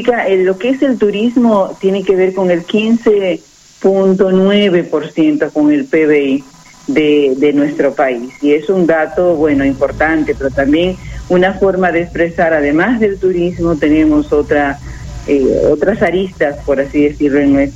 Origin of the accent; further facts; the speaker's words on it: Dominican Republic; los dominicanos necesitábamos visa para el ingreso a Argentina